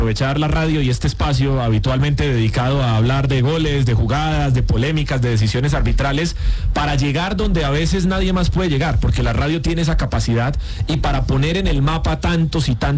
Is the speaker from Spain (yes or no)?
no; Colombia; todos nosotros como colombianos